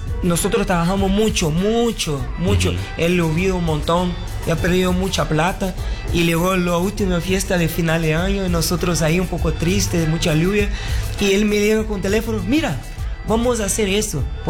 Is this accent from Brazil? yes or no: yes; Brazil; Spanish is a second language; yo como brasileño